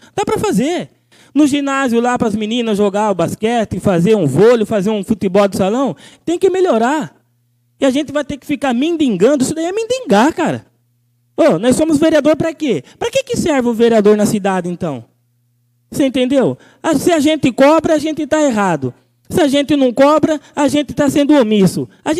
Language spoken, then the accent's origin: Portuguese; Igaraçu, Brazil; Nós nascemos aqui em Igaraçu e vivemos sempre